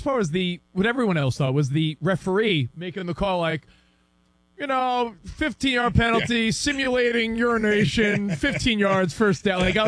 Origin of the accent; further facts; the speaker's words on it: East Coast, United States; growing up in the East Coast, I didn't know, like, oh, that person's affiliated with UCLA or USC.